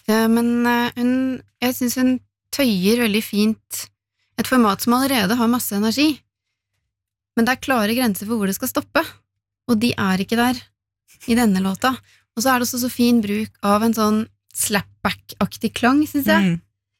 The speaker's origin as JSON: {"language": "Norwegian", "town": "Tvedestrand", "region": "Agder", "country": "Norway", "tie": "born there", "also_born_or_lived": "Oslo / Grimstad", "said": "jeg flyttet til, fra Oslo til Tvedestrand som 9-åring"}